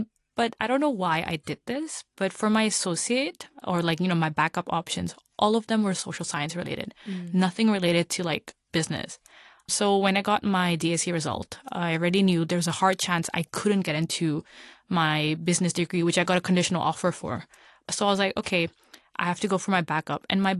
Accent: Hong Kong; as Eamon mentioned. So, I am ethnically Punjabi and born and raised here in Hong Kong. I'm currently a second generation in Hong Kong. So, my parents came here first and I was born here.

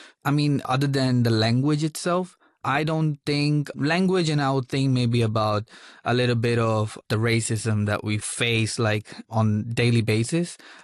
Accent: Attock, Punjab, Pakistan; Well, I belong to a place called Attock. It's not a city.

